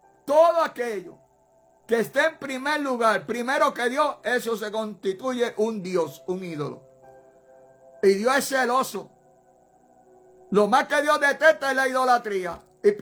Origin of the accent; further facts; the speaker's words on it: Puerto Rico; Yo no vine de Puerto Rico, yo vine del cielo. Lo que vino de Puerto Rico es este pedazo de carne viejo que tiene que volver al polvo de la tierra.